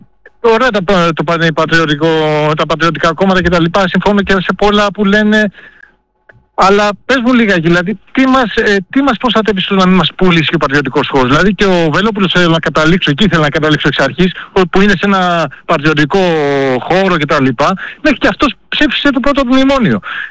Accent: Aspropyrgos, Attica, Greece; Από πού από Αθήνα, είμαι από Αστρόπυργο.

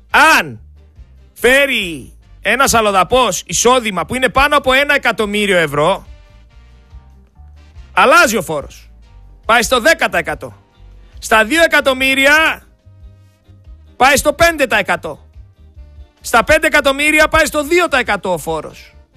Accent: Greece; εμείς σαν Έλληνες

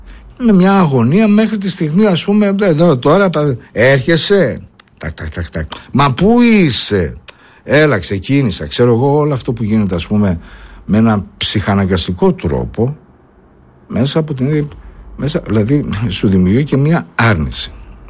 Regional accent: Greece; Εμείς σαν Έλληνες δεν είχαμε καμία σχέση με αυτό το πράγμα.

